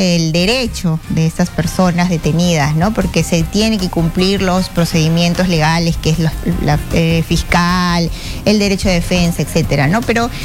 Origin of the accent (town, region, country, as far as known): Peru